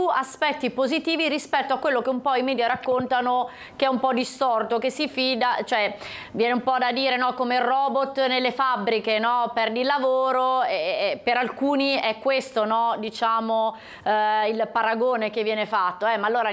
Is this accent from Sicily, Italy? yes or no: no; Casella, Liguria, Italy; born there; Glielo dice una che è nata a Casella, quindi per quello che ci conosce.